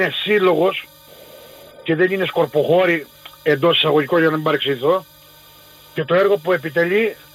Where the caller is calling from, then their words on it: Maleme, Crete, Greece; όπως εγώ ας πούμε, που δεν είμαι από το Μάλιμε, αλλά ζω στο Μάλιμε και ζω την ιστορία από παιδάκι, από το σχολείο